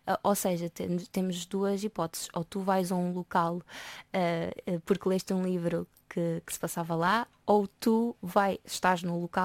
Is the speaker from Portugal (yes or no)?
yes; Arganil, Centro, Portugal; eu sou de Arganil